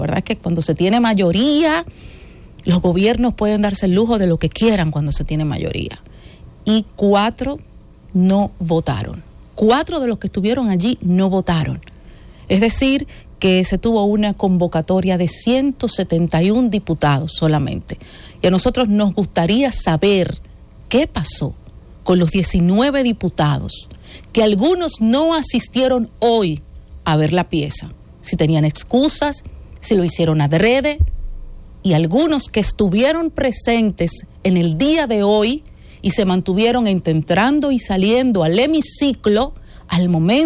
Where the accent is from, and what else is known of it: Dominican Republic